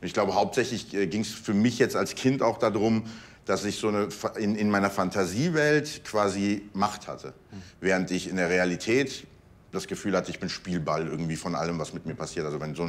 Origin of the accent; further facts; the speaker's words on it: Iran; now in Germany; Ich bin als Armenier im Iran aufgewachsen, also auch schon als Minority dort. Und dann kommst du halt nach Deutschland und hast irgendwie nochmal eine dritte Kultur, die du irgendwie lernen musst.